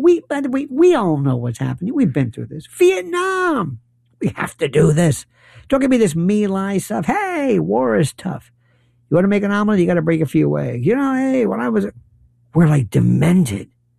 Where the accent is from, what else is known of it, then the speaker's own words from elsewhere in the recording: Florida, United States; I'm from Florida. Places like Micanopy and Snaith and Tuaig and Polk County, Grady Judd.